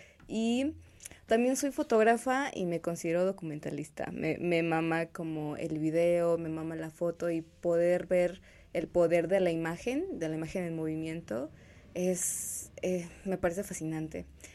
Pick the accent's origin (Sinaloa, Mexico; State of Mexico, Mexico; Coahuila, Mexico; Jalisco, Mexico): State of Mexico, Mexico; Naucalpan; Crecí en el barrio de Naucalpan, soy del Estado de México.